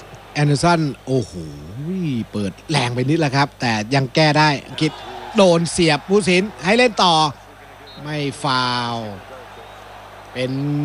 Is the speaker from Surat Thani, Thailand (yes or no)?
no; Bangkok, Thailand; born there